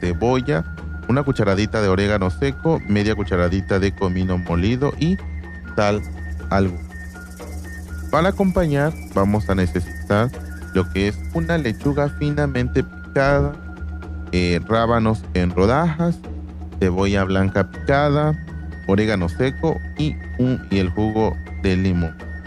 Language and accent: Spanish; Mexico; estas festividades que se realizan en nuestro país y el cual disfrutamos mucho todos los mexicanos